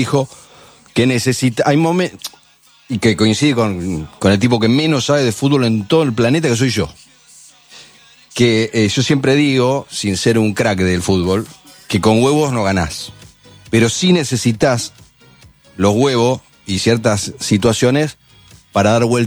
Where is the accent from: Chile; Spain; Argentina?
Argentina